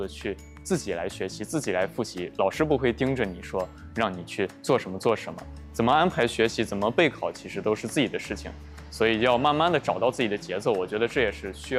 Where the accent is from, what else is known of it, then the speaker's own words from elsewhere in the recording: Shaanxi, China; 因为首先是个人，我是陕西的考生，对，然后第一次来到南方生活